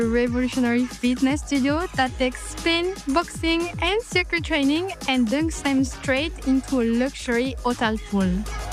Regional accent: France; now in Singapore; I'm French and I'm new to Singapore.

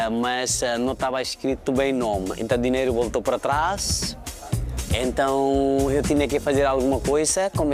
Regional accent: Nepal; Portuguese is a second language; moved away as an adult; Eu saí do Nepal quando eu tinha 18 anos. Tinha vindo para 2 semanas férias.

